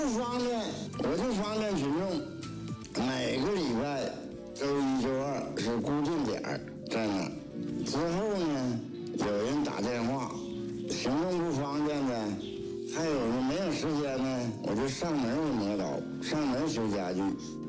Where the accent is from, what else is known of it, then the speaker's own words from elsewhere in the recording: Fushun, Liaoning, China; born there; moved away as an adult; also born or lived in Tieling; now in Changsha, China; 今年71岁，我出生在辽宁抚顺市。